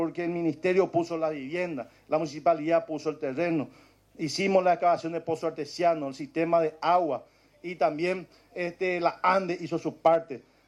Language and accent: Spanish; Paraguay; now in Caapucú, Paraguay; que también somos paraguayos